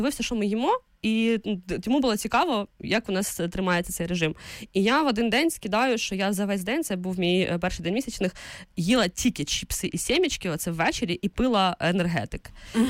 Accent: Vinnytsia Oblast, Ukraine; Це у нас на Вінниччині так кажуть.

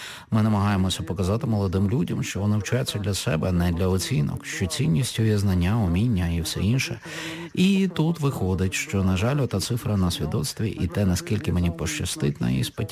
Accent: Braniewo, Poland; Хоча я закінчив саме такий ліцей у моєму рідному місті Браняві.

